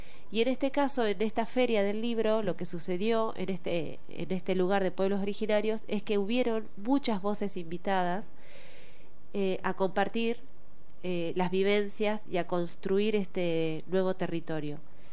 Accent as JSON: {"language": "Spanish", "town": "Esquel", "region": "Chubut", "country": "Argentina", "moved": "yes", "lives_now": "La Plata, Argentina", "said": "Yo soy de Esquel, Chubut, vivo acá en La Plata hace unos 20 años"}